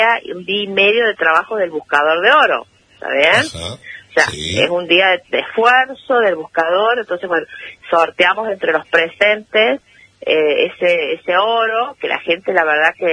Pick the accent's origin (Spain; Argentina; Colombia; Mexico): Argentina; La Carolina, San Luis; La Carolina es un pueblito muy, muy antiguo acá de la provincia de San Luis